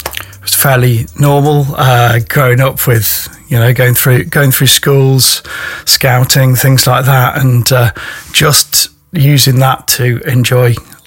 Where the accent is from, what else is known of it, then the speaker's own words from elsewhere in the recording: West Midlands, United Kingdom; now in Nottingham, United Kingdom; I was brought up a little village in Staffordshire with my parents, and they took me to and my brother and sister to a Methodist church as we grew up